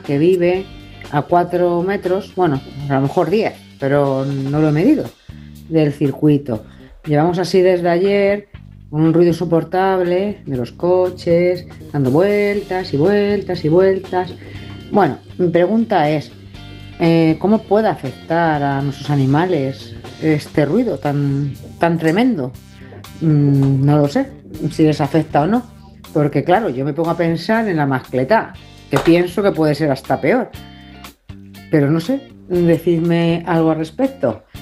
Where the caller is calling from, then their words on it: Madrid, Community of Madrid, Spain; de Madrid.